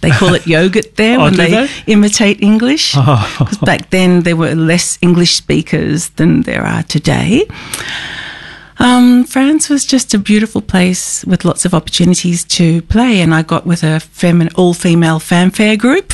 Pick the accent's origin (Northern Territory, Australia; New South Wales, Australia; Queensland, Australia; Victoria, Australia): New South Wales, Australia; Sydney; moved away as an adult; when I was growing up in Sydney.